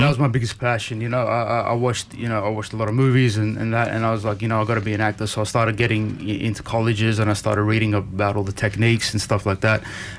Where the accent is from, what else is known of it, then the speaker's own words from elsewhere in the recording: Ryde, New South Wales, Australia; Yeah, very proud to be Armenian. And I grew up here in Ride.